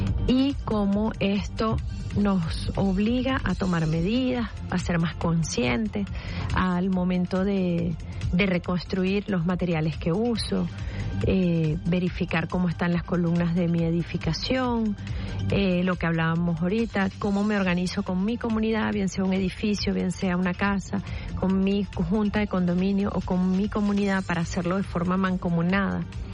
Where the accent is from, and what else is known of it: Venezuela